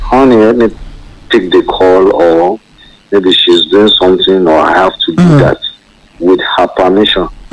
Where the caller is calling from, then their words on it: Ikeja, Lagos, Nigeria; I'll calling from Ikeja.